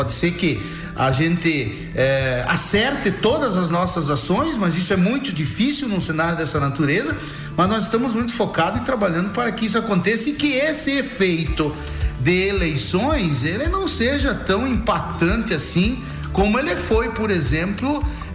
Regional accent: Brazil

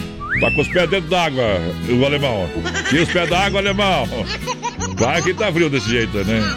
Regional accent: Southern Brazil, Brazil; nós é do sul do nosso Brasil, é.

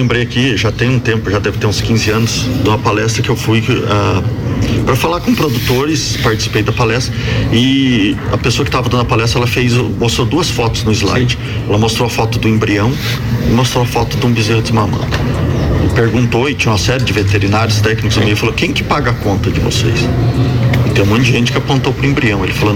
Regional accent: São Joaquim, Santa Catarina, Brazil; Eu sou natural de São Joaquim, né?

